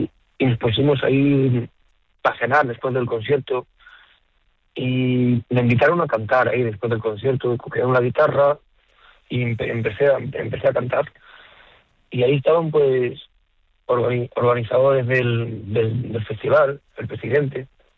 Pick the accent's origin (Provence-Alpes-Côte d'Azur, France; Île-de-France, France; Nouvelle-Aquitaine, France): Nouvelle-Aquitaine, France; Mont-de-Marsan; Yo nací en Mont de Marsan